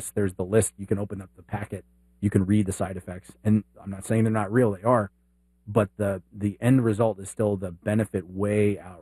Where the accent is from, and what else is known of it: Dallas, Texas, United States; born or raised there